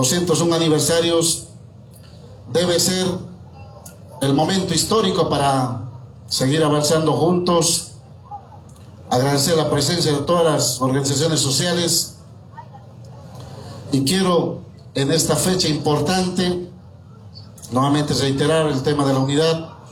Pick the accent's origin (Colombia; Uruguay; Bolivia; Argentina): Bolivia; nos debe unir como bolivianos.